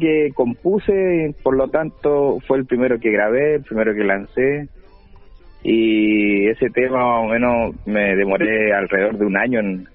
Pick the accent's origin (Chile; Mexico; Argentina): Chile; Los Ríos; yo soy un artista independiente de la región de Los Ríos